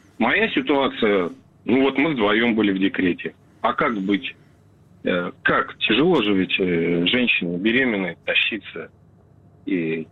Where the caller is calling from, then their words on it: Krasnodar Krai, Russia; also born or lived in Tomsk; Я звоню вам с Кубани. Раньше жил в городе Томск.